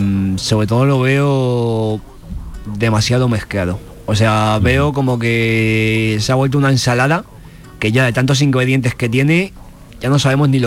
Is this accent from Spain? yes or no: yes; Spain; la cultura nuestra, tradicional de España, como la europea